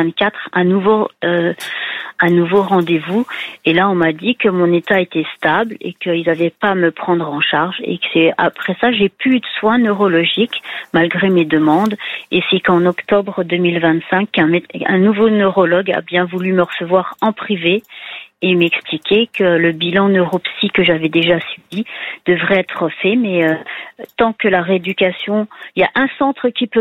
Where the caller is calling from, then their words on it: Grand Est, France; Dans le Grand Est.